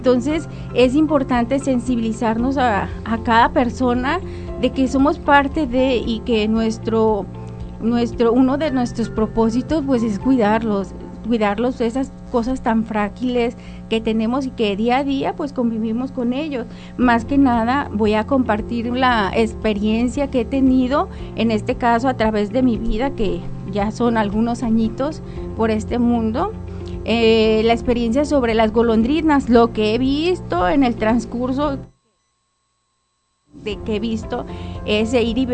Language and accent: Spanish; San José de Costilla, Jalisco, Mexico; now in Tepic, Mexico; Soy de San José de Costilla, municipio de Jalisco, y también mi familia es de por allá, de por el Cuarenteño.